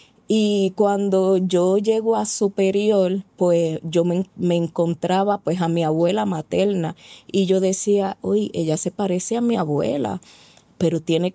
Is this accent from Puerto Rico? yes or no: yes; Trujillo Alto, Puerto Rico; also born or lived in Carolina, Puerto Rico; now in Canóvanas, Puerto Rico; nací en Carolina, me crié en Trujillo Alto, entonces ahora pues actualmente vivo en Canóvana